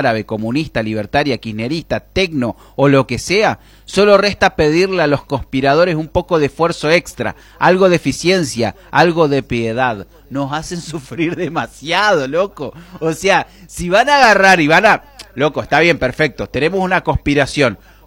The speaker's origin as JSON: {"language": "Spanish", "country": "Argentina", "said": "se hizo la Copa del Mundo en nuestro país"}